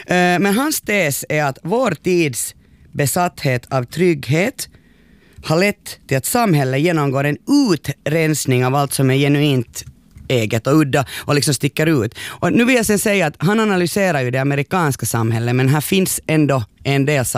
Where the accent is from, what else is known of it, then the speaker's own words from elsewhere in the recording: Finland; vi är ju finlandssvenskar med Janne